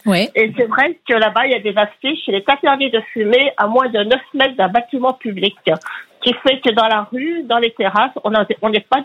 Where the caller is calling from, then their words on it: Pays de la Loire, France; de Hanchet, dans le Maine-et-Loire.